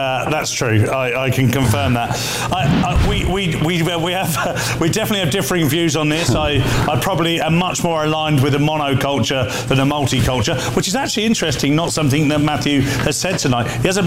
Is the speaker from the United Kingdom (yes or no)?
yes; Portsmouth, South East England, United Kingdom; So I grew up in Portsmouth. I watched Portsmouth and the area I grew up in, just outside of Portsmouth, change completely.